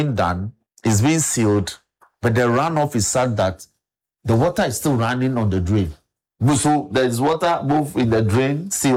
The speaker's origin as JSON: {"language": "English", "town": "Accra", "region": "Greater Accra", "country": "Ghana", "tie": "born or raised there", "said": "I grew up in Mamubi here. The famous Kaukudi, Mamubi, Nima, Gota, all the way to Circle."}